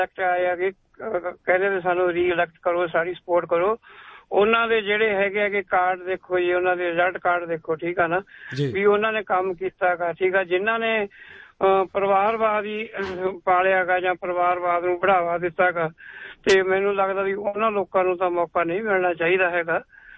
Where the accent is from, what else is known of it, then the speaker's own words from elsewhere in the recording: Punjab, India; moved away; ਸਾਡੇ ਅਸੀਂ ਪੰਜਾਬ ਤੋਂ ਆਏ ਆ, ਪੰਜਾਬ ਦੇ ਵਿੱਚ ਅਸੀਂ ਦੇਖਿਆ ਵੀ ਫ੍ਰੀ ਦੀ ਜਿਹੜੀਆਂ ਸਹੂਲਤਾਂ ਦਿੰਦੇ ਸੀਗੇ